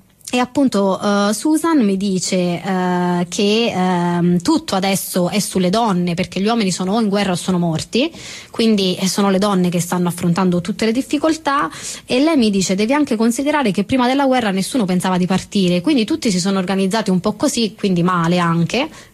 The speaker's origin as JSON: {"language": "Italian", "region": "Southern Italy", "country": "Italy", "said": "in quanto donna del sud, con una educazione che è stata un'educazione di genere patriarcale"}